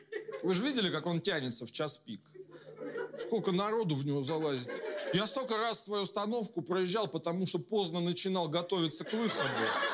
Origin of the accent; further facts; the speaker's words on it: Kursk, Kursk Oblast, Russia